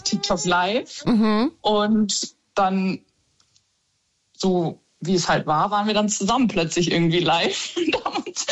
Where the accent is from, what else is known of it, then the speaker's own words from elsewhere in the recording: North Rhine-Westphalia, Germany; Also ich komme aus NRW und er aus Rheinland-Pfalz.